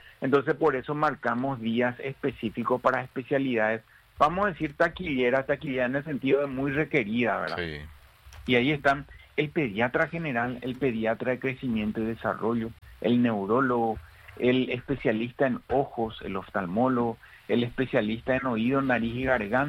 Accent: San Lorenzo, Central, Paraguay; Yo soy de San Lorenzo, imagínense, nada más a 10 a 14 kilómetros

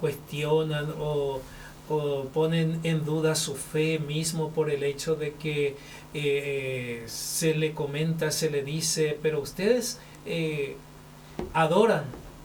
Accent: Paraguay

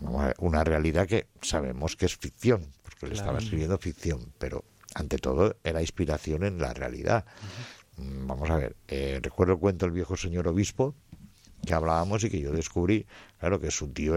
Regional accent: Valencian Community, Spain; Y es más, vengo de una tierra... Yo soy valenciano, que es una tierra bilingüe.

